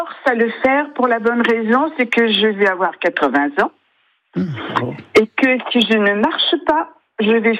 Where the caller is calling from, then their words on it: Canet-en-Roussillon, Occitanie, France; j'habite à Canet